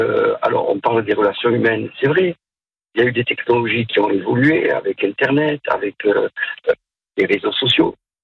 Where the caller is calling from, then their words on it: Montpellier, Occitanie, France; J'habite à Montpellier.